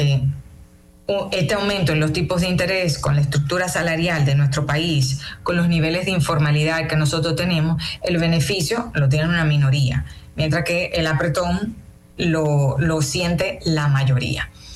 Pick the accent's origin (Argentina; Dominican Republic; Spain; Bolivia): Dominican Republic; entender cómo ciudadano y como dominicano, cómo esto nos afecta